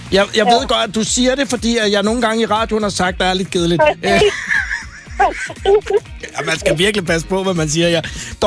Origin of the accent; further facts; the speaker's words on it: Virum, Capital Region of Denmark, Denmark; fra Virum byen, hvor jeg kommer fra.